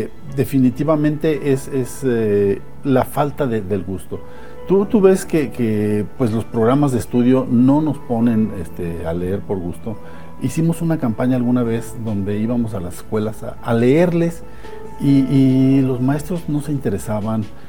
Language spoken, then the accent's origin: Spanish; Querétaro, Mexico; somos puros libreros queretanos